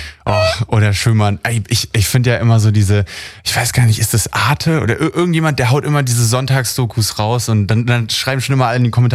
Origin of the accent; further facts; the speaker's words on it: Berlin, Germany; Ich komme ja auch aus Berlin und das ist so eine schnelllebige Welt, man hört immer diese Reden, immer die Autos